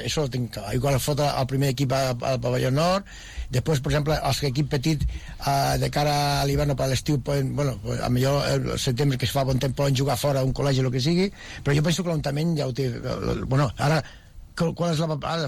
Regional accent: Terrassa, Catalonia, Spain; also born or lived in Sabadell; Aunque soc fill de Terrassa

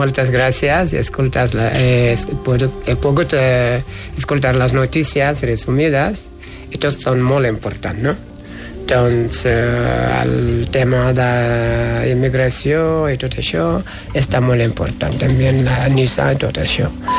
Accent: Senegal; now in Catalonia, Spain

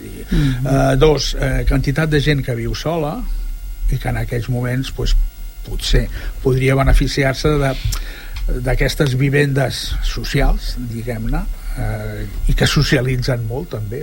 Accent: Barcelona, Catalonia, Spain; now in Sant Boi de Llobregat, Spain; jo com a barceloní que fa uns anys, ja força anys que estic, que em considero ja un santboià més, no? Jo en aquests moments no sabria, em costaria molt viure a un altre lloc

